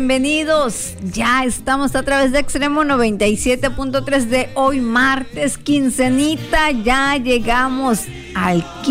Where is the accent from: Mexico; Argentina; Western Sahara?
Mexico; todos somos mexicanos.